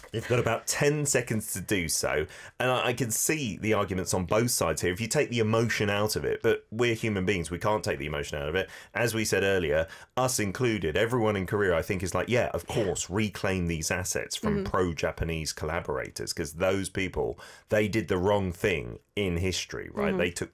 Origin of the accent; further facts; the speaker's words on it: United Kingdom; Are you going to take away half my assets? Because I'm British.